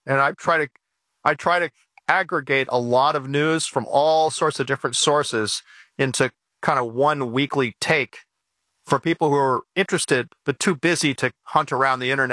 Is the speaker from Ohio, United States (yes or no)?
no; Callicoon, New York, United States; people moved out of New York City 2.5 hours to Calicoon, New York, where I grew up, and found homes in the farmlands